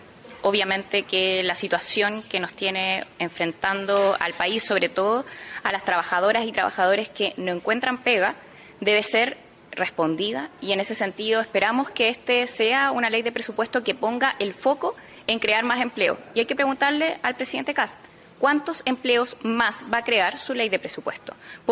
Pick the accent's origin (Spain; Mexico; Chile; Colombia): Chile; porque debemos tener respuesta como chilenos y chilenas.